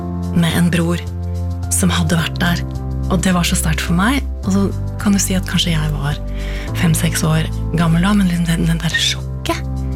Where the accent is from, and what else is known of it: Koppang, Innlandet, Norway; born or raised there